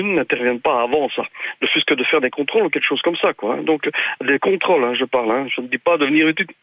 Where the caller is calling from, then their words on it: Charleroi, Wallonia, Belgium; Chez moi, j'habite sur Montigny-sur-Sambre.